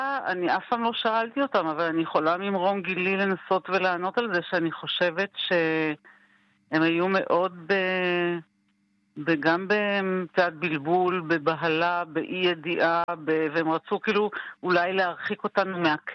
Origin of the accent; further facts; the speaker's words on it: Northern District, Israel; אני במקור מקיבוץ, קיבוץ חולטה, בת להורים יקים.